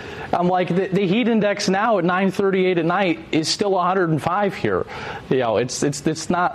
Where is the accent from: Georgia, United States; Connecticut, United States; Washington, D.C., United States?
Connecticut, United States; I'm from Connecticut, and I think some of my friends from New England who are big fans of your show